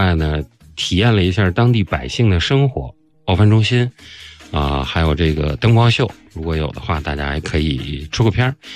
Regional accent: Tianjin, China; 我作为天津人啊，

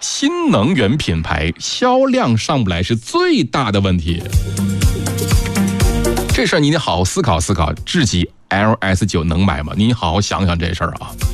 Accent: Yichang, Hubei, China; 你哪个城市的？你要是我们宜昌的，你每月工资20000，甭说宝马叉三，你开这个保时捷都可以。

